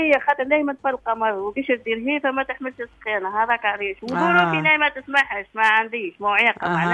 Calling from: Kairouan, Kairouan Governorate, Tunisia; من القرويه.

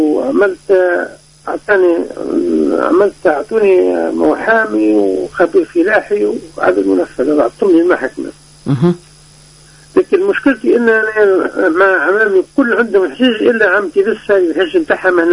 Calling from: Ben Gardane, Medenine, Tunisia; من بنقردين،

